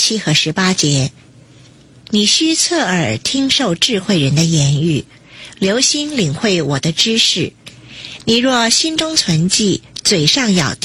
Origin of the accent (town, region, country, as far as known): China